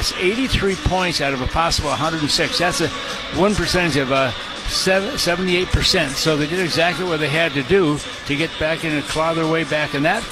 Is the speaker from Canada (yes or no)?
yes; Fort Erie, Ontario, Canada; back in the 60s when I was a kid growing up in Fort Erie